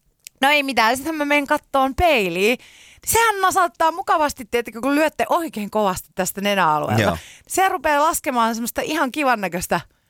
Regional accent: Hankasalmi, Central Finland, Finland; tuolla meillä päin Hankasalmella

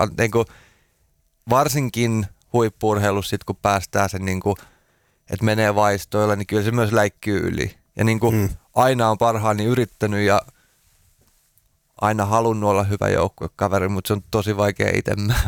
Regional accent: Pornainen, Uusimaa, Finland; also born or lived in Järvenpää; Mut niinku pienissä paikoissa ja sit me synnyin Järvenpäässä ja asunut Halkiassa, mikä on Pornaisten niinku todella pieni paikka, upea paikka.

